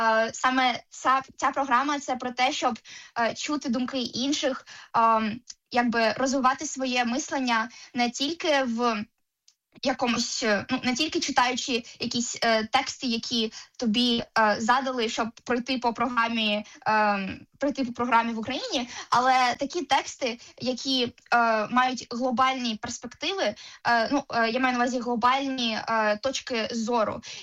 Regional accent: Enerhodar, Zaporizhzhia Oblast, Ukraine; moved away; Я сама не з Києва, я з Енергодару

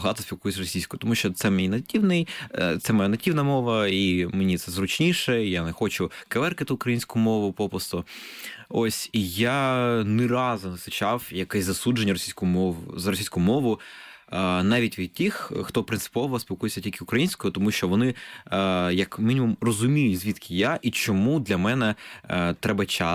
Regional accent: Sevastopol, Crimea, Ukraine; Ukrainian is a second language; also born or lived in Zaporizhzhia; Це моя батьківщина, Севастополь. Навіть не вважаю на те, що, не дивлячись на те, що я народився в Запоріжжі, я вважаю, що...

